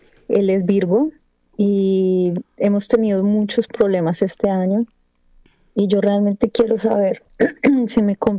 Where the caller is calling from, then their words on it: Switzerland; Te llamo desde Suiza.